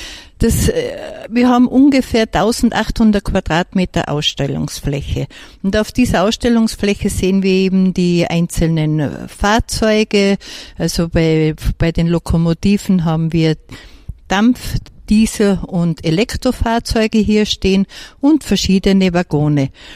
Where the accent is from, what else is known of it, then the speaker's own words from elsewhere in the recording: Tyrol, Austria; now in East Tyrol, Austria; Also man wird es ja auch hören, ich bin ja keine gebürtige Osttirolerin, sondern ich bin an der Zillertalbahn aufgewachsen